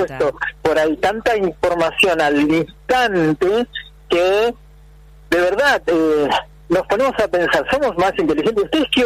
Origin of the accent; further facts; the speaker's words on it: Argentina; como los argentinos somos así